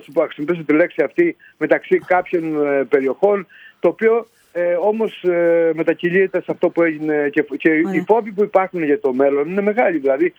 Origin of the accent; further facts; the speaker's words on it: Greece; ως Έλληνες